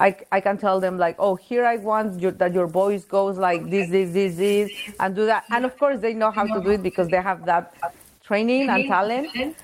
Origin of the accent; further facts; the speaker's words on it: Mexico City, Mexico; English is a second language; I was born in Mexico City. I'm originally from Mexico.